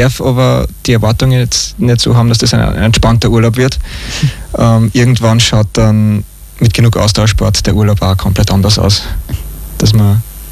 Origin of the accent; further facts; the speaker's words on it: Asperhofen, Lower Austria, Austria; Und danach geht es weiter mit dem Lauf in meiner Heimatgemeinde in Asperhofen, auf dem Buchberg.